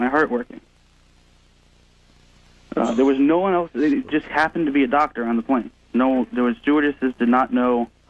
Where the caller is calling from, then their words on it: Florida, United States; I'm in Florida.